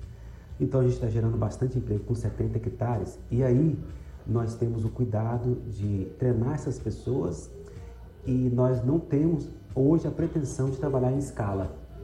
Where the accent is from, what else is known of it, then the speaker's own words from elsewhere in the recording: Catalão, Goiás, Brazil; born there; moved away as an adult; now in Brasília, Brazil; Eu nasci em Catalão, Goiás